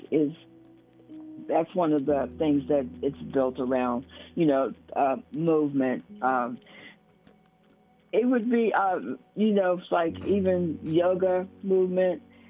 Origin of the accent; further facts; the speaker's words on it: Ohiopyle, Pennsylvania, United States; We're from Ohio Pile, which is the rapids.